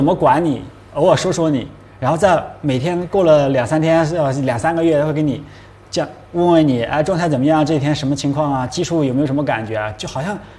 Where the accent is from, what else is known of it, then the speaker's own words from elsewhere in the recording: Yunnan, China; moved away as an adult; 因为我本身我是来自云南的小城市嘛，我觉得我本身我就是一个特别朴实、特别感恩的人。然后去了，到了北京，